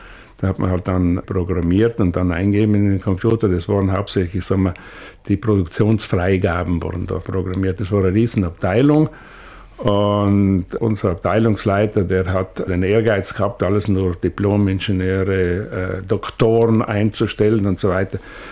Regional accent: Trentino-Alto Adige, Italy; mit dem Reden sind wir Südtiroler oft ein bisschen faul

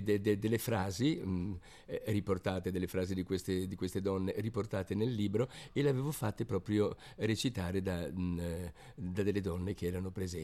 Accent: Serravalle, Trentino-Alto Adige, Italy; io poi sono della Vallagarina di Serravalle, quindi naturalmente Borghetto, siamo un po' di casa.

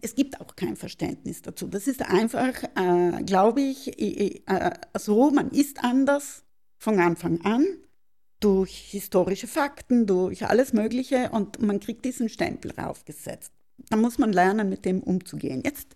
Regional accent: Trentino-Alto Adige, Italy; Wenn ich in Sizilien bin, bin ich eine Südtirolerin. Und wenn ich hier bin, bin ich eine Sizilianerin.

